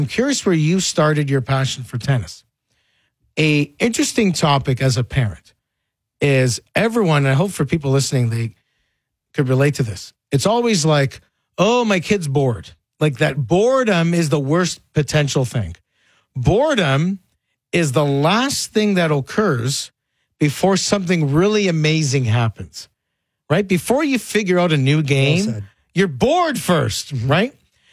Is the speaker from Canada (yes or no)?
yes; Nobleton, Ontario, Canada; where I grew up in Nobleton